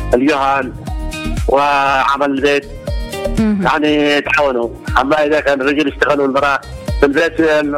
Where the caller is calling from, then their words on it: Yemen; جماعة من يافع